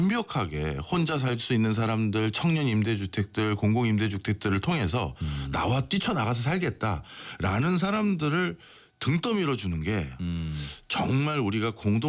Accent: Seoul, South Korea; 저는 집도 서울이라서 굳이 나가서 따로 살 이유가 없잖아요. 통학하는데.

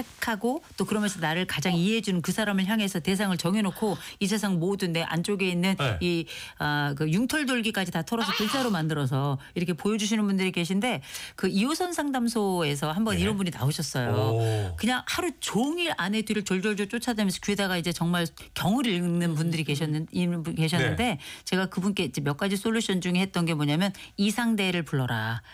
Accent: South Korea; 저는 의지의 한국인이라고 생각해요.

